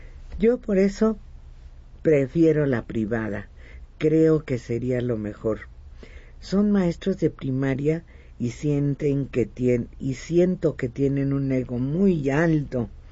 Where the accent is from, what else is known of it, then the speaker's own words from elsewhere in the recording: Xolox, State of Mexico, Mexico; Siendo mexicana, egresada de escuelas públicas en mi pueblito de Xolox, en el Estado de México